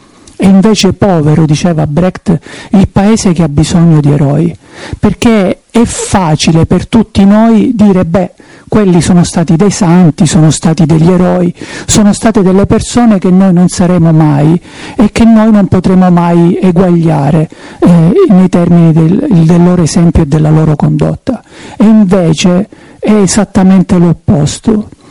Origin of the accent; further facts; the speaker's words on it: Reggio Calabria, Calabria, Italy; io vengo da Reggio Calabria